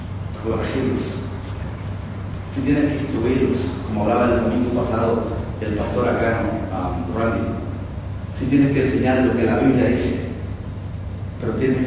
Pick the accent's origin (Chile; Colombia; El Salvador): El Salvador; en mi país, El Salvador, al menos de donde yo crecí